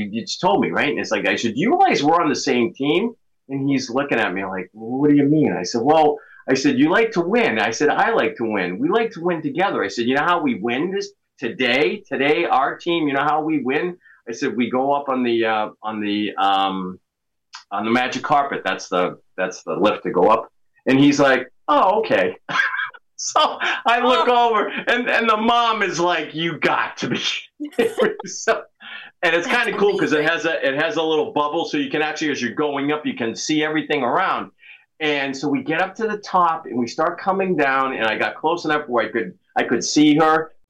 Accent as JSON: {"language": "English", "region": "New England", "country": "United States", "said": "So I'm from New England, and New Englanders are well known for being people that like to complain."}